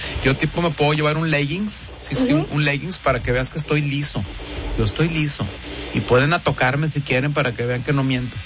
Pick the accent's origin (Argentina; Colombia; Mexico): Mexico; Saltillo, Coahuila; también ya en el acta, como yo vengo de Saltillo, ya tengo nombre de mujer, ¿verdad?